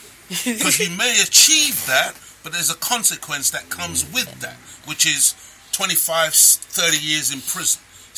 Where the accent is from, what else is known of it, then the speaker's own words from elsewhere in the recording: Jamaica; I'm a Jamaican.